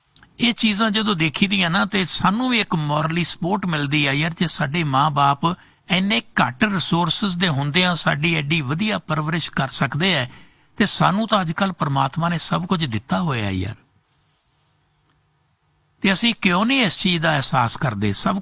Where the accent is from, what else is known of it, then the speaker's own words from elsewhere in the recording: Hathar, Punjab, India; ਸਾਡਾ ਪਿੰਡ ਹਠਾੜ ਦੇ ਵਿੱਚ ਸੀ ਨਾ, ਫਰੀਦਕੋਟ ਜ਼ਿਲ੍ਹੇ ਦੇ ਵਿੱਚ